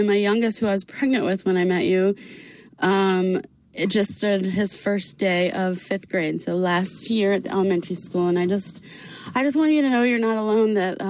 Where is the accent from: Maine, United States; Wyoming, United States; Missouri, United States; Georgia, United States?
Georgia, United States; I am from Georgia as well, so I love hearing about Georgia.